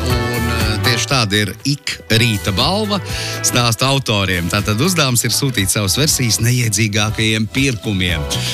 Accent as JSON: {"language": "Latvian", "town": "Gulbene", "region": "Vidzeme", "country": "Latvia", "said": "Pats esmu no Gulbenes, un tad nu tā visu izdaram"}